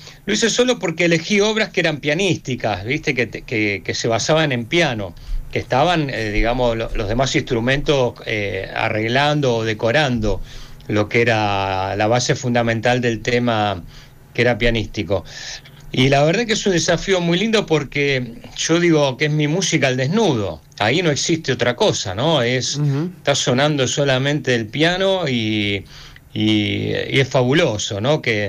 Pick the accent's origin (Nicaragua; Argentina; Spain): Argentina; Buenos Aires; Y yo soy de Villa Soldati, no había un piano en el barrio